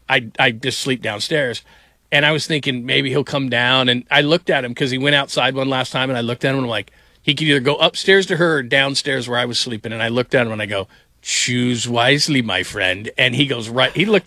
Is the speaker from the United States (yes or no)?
yes; California, United States; I remember I grew up in California, and I would lay upstairs and just listen to my parents play like 60s music